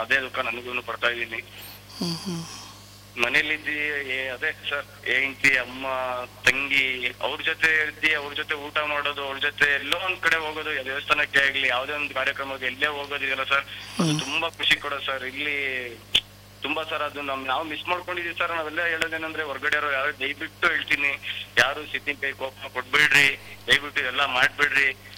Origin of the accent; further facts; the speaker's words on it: Shivamogga, Karnataka, India; moved away; ನನ್ನ ಊರು ಶಿವಮೊಗ್ಗ ಸರ್.